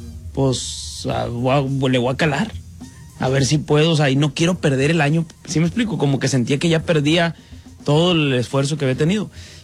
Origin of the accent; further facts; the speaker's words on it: Mexico; Como todo mexicano, toda la sí. vida nomás.